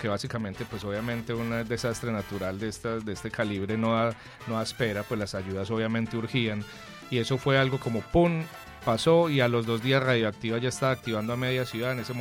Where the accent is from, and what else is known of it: Colombia